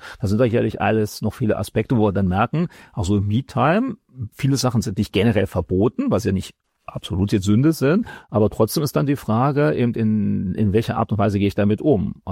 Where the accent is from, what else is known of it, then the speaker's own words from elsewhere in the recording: Germany; dass wir so als Deutsche da so ein bisschen sogar stärker das haben